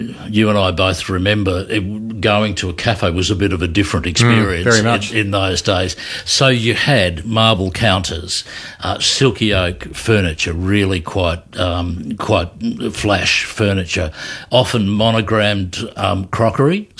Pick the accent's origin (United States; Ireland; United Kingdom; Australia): Australia; Castlemaine, Victoria; And where, when I grew up in Castlemaine in central Victoria, the Colour Patch Cafe was our Greek cafe.